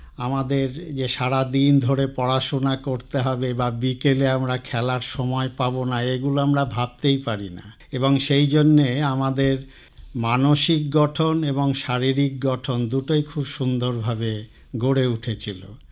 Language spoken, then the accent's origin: Bangla; Baharampur, West Bengal, India; আমার জন্ম বহরমপুরে।